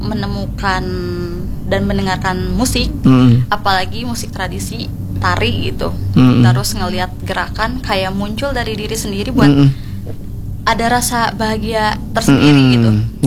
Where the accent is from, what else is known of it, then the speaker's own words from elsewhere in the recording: Bandung, West Java, Indonesia; Kebetulan saya ngambil konflik memang dari daerah saya, di Dago Melawan.